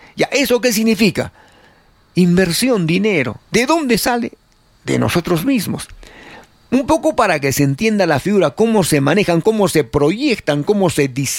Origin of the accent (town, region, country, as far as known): Arequipa, Peru